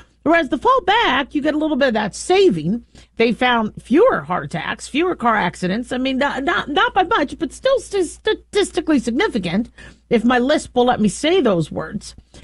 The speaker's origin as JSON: {"language": "English", "region": "California", "country": "United States", "tie": "born there", "moved": "yes", "lives_now": "Nevada, United States", "said": "Most of us are from California. I was born in California."}